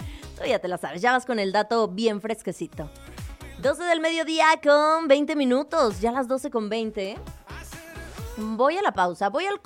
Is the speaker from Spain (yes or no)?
no; Mexico; lo que somos, mexicanos